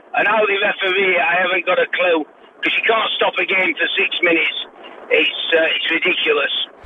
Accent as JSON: {"language": "English", "town": "Sheffield", "region": "Yorkshire and the Humber", "country": "United Kingdom", "tie": "born or raised there", "moved": "yes", "lives_now": "Redwood Park, Australia", "said": "I actually travelled back to my hometown, Sheffield"}